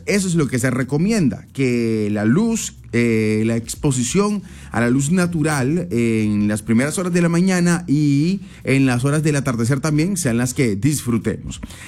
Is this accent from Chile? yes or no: no; Valledupar, Cesar, Colombia; yo por defender sinceramente mi tierra, y también se ven atardeceres muy hermosos en Valledupar